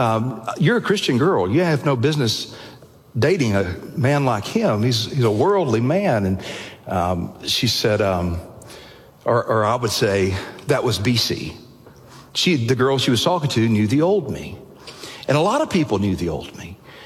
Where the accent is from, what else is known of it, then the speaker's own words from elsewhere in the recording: Alabama, United States; I was growing up in Alabama. I mean, you can't miss it. There's churches everywhere.